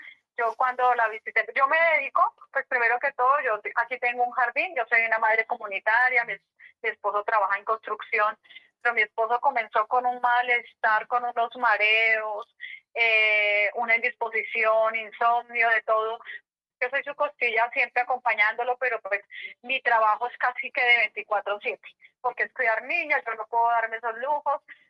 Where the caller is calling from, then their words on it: Chiquinquirá, Boyacá, Colombia; De Chiquinquirá